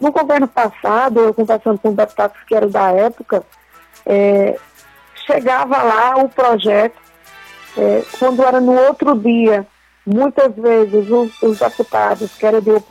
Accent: Pernambuco, Brazil; Então, o que, que a gente deve fazer como pernambucano, se você representa uma instituição?

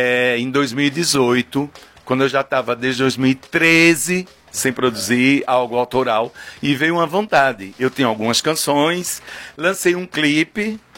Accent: São Sebastião, Brazil; born there; Porque quando eu nasci no São Sebastião

